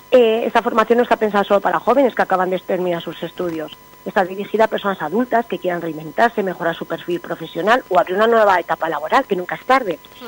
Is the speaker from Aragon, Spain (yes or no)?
yes; Campillo de Aragón, Aragon, Spain; Yo soy de Campillo de Aragón, soy un pueblecito de la comarca de Calatayud, y sé lo que significa crecer en un pueblo